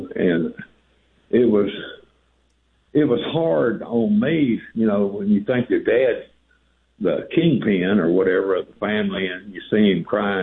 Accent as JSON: {"language": "English", "town": "Bangor", "region": "Maine", "country": "United States", "tie": "born there", "also_born_or_lived": "Mississippi", "said": "I was born in Bangor, Maine. They say I was a maniac, but then I moved to Mississippi, and I was in the later part of my dad's career."}